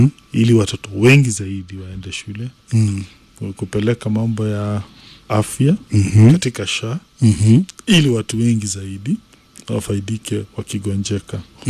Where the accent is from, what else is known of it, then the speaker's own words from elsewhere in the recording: Murang'a County, Kenya; sisi ambao tumetoka Murang'a, tunaongoza katika ukulima wa majani chai.